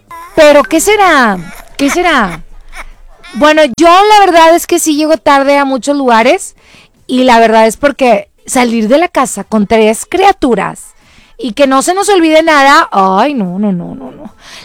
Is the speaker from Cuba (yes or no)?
no; Mexico; Eso es algo que nos distingue siendo mexicanos.